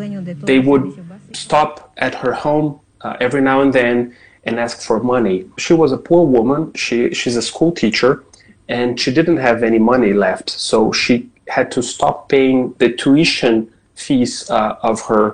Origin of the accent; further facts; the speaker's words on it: Brazil; growing up in Brazil